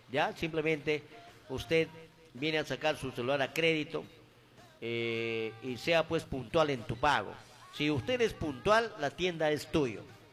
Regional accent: Peru; especialmente a mi pueblo peruano, porque soy peruano.

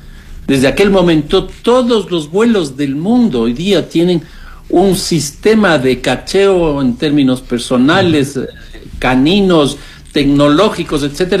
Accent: Ecuador; nosotros no tenemos salida hacia el Caribe, nosotros no somos un país caribeño, pero sí somos un país del Pacífico

